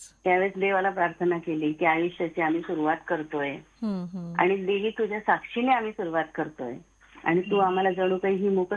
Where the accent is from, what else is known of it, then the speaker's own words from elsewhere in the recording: Nandurbar, Maharashtra, India; born there; मी तशी धुळे जिल्ह्यातली, नंदुरबार गाव माझं, आणि आता ते नंदुरबार जिल्हा झालाय